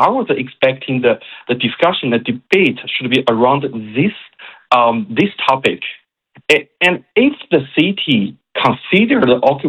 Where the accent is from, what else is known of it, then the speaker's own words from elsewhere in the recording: China; English is a second language; moved away as an adult; now in St. John's, Canada; I think as a newcomer, you know, I'm originally from China